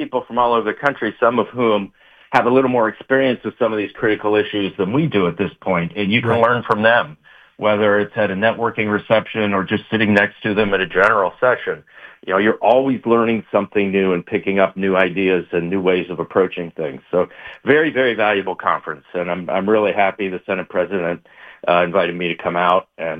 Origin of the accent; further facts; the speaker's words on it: Ohio, United States; now in New Hampshire, United States; I grew up in the Midwest in Ohio